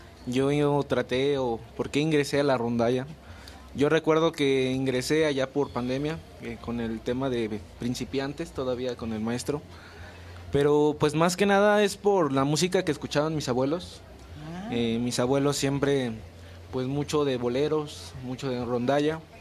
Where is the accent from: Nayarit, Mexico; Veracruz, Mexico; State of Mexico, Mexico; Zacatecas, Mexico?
State of Mexico, Mexico; Texcoco; Yo también soy de aquí de Texcoco